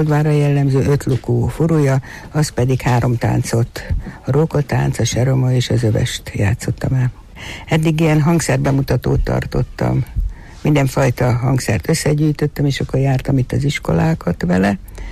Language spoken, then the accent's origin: Hungarian; Hungary; és nagyon megtetszett nekem az őszinte szeretetük, meg az, hogy igazán magyar vagyok